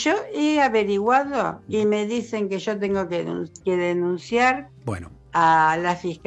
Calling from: Ituzaingó, Buenos Aires Province, Argentina; De Ituzaingó.

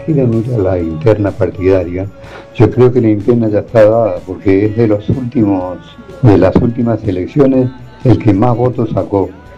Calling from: Buenos Aires, Argentina; de Retiro

